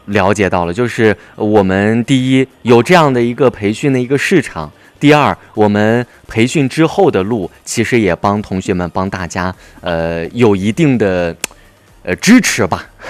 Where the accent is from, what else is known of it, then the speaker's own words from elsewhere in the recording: Xinjiang, China; 然后再回到新疆本地来反哺到我们家乡的市场